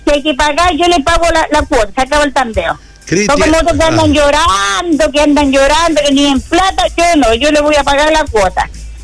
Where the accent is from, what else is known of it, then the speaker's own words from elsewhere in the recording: Antofagasta, Chile; nosotros somos de Antofagasta